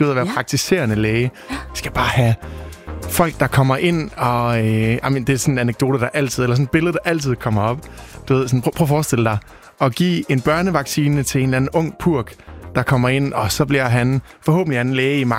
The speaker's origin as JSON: {"language": "Danish", "area": "Djursland", "region": "Central Denmark Region", "country": "Denmark", "moved": "yes", "lives_now": "Aarhus, Denmark", "said": "nu flytter jeg syd for Aarhus, og jeg er fra Djursland af."}